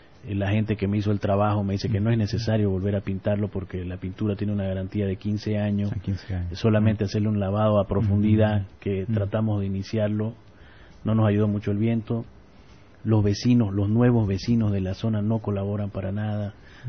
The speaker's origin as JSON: {"language": "Spanish", "region": "Beni", "country": "Bolivia", "tie": "born or raised there", "moved": "yes", "lives_now": "Santa Cruz de la Sierra, Bolivia", "said": "yo soy del Beni, criado en aviones por falta de carretera."}